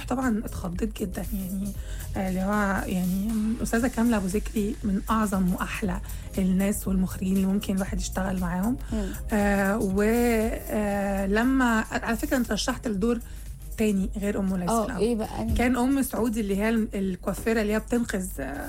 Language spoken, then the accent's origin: Arabic; Syria; أنا برضو بعمل، يعني أنا سورية وبعمل الدور ده